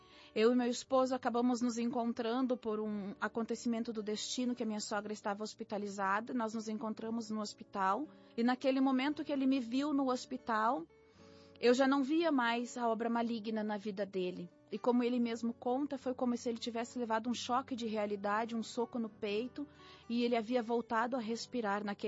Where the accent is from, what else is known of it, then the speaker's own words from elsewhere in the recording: Gravataí, Rio Grande do Sul, Brazil; eu sou da cidade de Gravataí, no Rio Grande do Sul